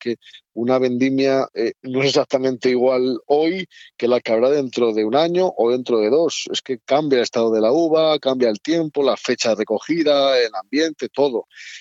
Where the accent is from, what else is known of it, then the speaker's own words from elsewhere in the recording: Toro, Castile and León, Spain; Ocurrirá también más o menos en mi pueblo, en Toro.